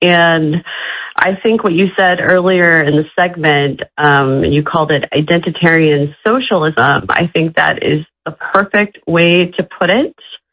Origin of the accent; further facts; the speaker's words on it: Kansas City, United States; now in San Francisco Bay Area, United States; I'm originally from the Heartland. I'm originally from Kansas City.